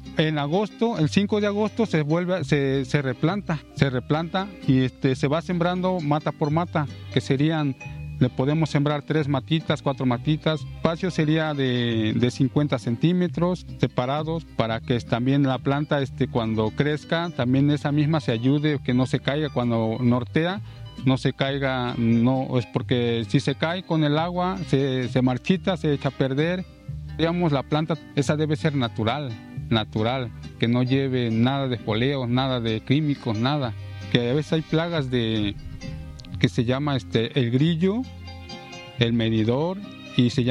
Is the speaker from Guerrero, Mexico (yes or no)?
no; San Pablo Coapan, Veracruz, Mexico; soy de San Pablo Coapan, municipio de Naulinco